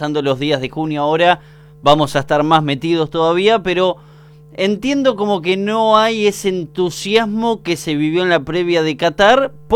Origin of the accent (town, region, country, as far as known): Argentina